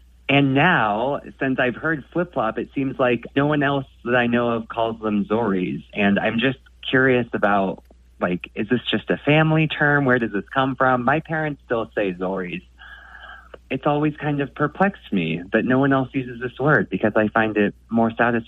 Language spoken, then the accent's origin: English; Sacramento, California, United States; born or raised there